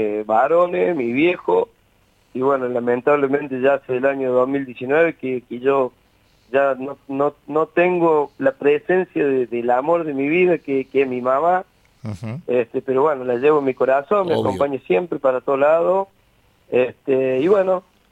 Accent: Río de los Sauces, Córdoba, Argentina; Yo nací en Río de los Sauces, pueblito de Calamuchita, a 70 kilómetros de Río Cuarto.

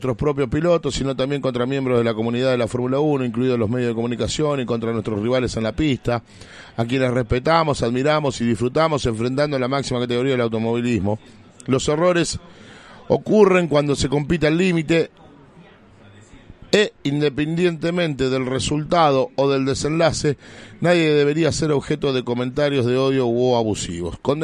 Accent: Argentina; Vivimos, y hablo de Argentina

